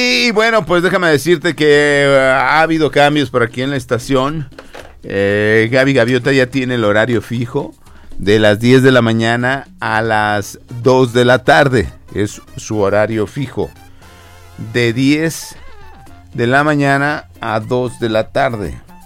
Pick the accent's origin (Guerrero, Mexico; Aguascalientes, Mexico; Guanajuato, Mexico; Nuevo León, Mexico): Guanajuato, Mexico; Pénjamo; now in Tlajomulco, Mexico; desde Tlajomulco, pero soy de Pénjamo, Guanajuato.